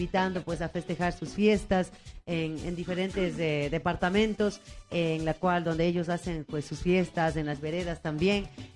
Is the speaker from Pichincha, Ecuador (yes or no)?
yes; Quito, Pichincha, Ecuador; De la ciudad de Quito.